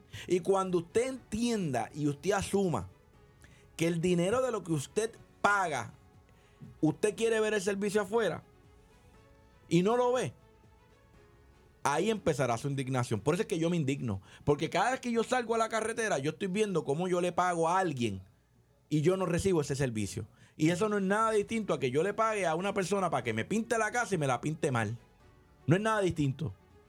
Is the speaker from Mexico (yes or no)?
no; Puerto Rico; yo no soy el único puertorriqueño que gasto.